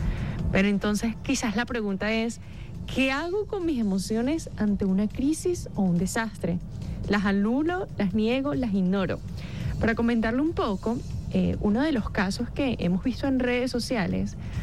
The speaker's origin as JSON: {"language": "Spanish", "country": "Venezuela", "said": "yo como venezolano"}